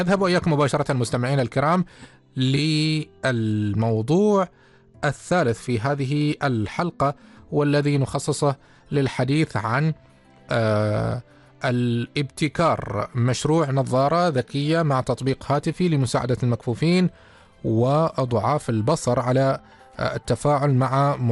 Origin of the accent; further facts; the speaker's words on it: Oman; هويتنا نحن كعمانيين